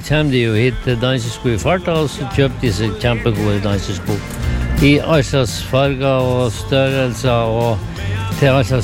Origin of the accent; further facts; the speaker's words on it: Ørnes, Nordland, Norway; Ja, kommer vi fra Ørnes i Meløy, alt med Saltstrømmen.